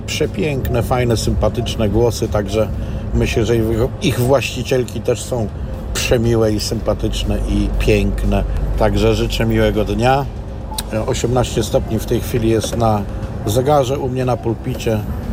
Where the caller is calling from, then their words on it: Lębork, Pomeranian Voivodeship, Poland; z Lęborka się kłania.